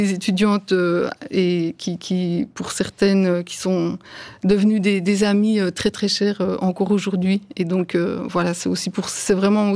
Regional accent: Jura, Switzerland; moved away as an adult; also born or lived in Geneva; ma famille est jurassienne. Je suis née à Delémont, donc j'ai vécu à Vic. Et j'ai fait mon école primaire là-bas, ensuite j'ai fait le lycée à Porrentruy.

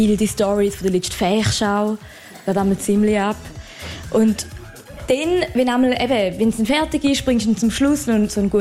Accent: Appenzell Ausserrhoden, Switzerland; Genau, ich komme ja aus dem Appenzell Ausserrhoden.

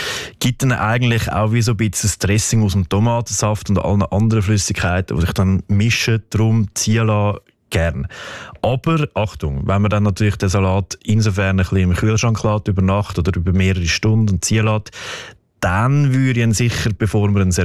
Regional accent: Switzerland; Und der krauste Peterli, den wir auch im Detailhandel da bei uns in der Schweiz oft finden, der ist tatsächlich, wie auch ich finde, amig nicht so schmackhaft.

